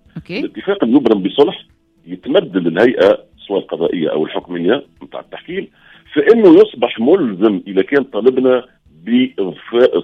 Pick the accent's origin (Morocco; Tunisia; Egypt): Tunisia; انا مثلا تونسي